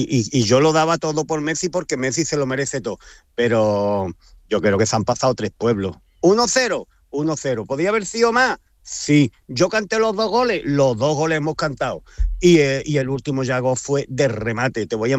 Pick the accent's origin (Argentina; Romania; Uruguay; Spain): Spain; Jerez de la Frontera, Andalusia; Yo soy de Jerez de la Frontera.